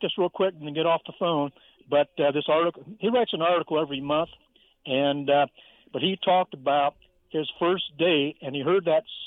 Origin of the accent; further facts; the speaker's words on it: Encino, California, United States; born there; when I was born in 63 in Encino, and then we moved in 69.